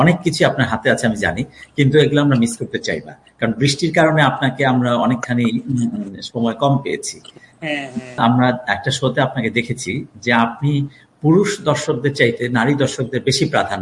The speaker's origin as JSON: {"language": "Bangla", "town": "Narsingdi", "region": "Dhaka Division", "country": "Bangladesh", "said": "আমার দেশের বাড়ি হচ্ছে নরসিংদী।"}